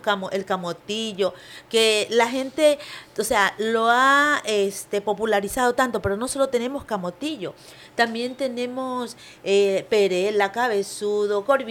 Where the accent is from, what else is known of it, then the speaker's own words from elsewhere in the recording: Manta, Manabí, Ecuador; born there; also born or lived in San Lorenzo, Manabí, Ecuador; Entonces, yo terminé mi educación primaria aquí.